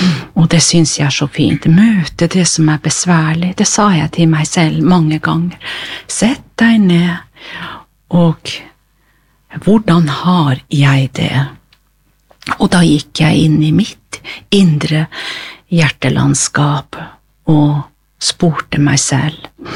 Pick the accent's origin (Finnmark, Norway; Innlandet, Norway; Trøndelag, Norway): Finnmark, Norway; Tana; når jeg vokste opp I Tana